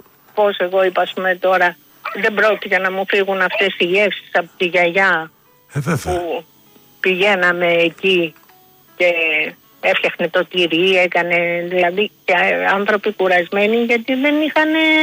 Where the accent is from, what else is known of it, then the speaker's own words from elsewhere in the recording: Athens, Attica, Greece; born there; also born or lived in unnamed home village; Ίσως γιατί και εδώ τώρα, δηλαδή που ήρθαμε στην Αθήνα, εγώ δεν έζησα στην πόλη. Ο Ταύρος ήταν περιβόλια.